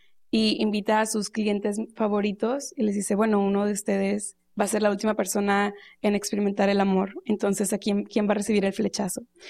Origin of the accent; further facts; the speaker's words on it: Mexico; yo como mexicana, ¿qué aporto con mi, claro, con mi lenguaje, con mi conocimiento, con sí, mis símbolos, con mis rituales, etcétera?